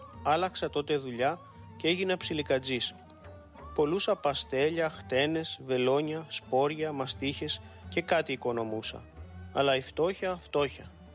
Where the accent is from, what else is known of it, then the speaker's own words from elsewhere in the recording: Chios, North Aegean, Greece; also born or lived in Çeşme; Γεννήθηκα στον Τσεσμέ, Κρίνη κατά το Ελληνικόν, της Μικράς Ασίας, απέναντι από την Χίο. Δεν έζησα όμως καθόλου εκεί. Μουρουδάκι με πήρε η μάνα μου στον πρώτο διωγμό το 1914 και ήλθαμε στη Χίο.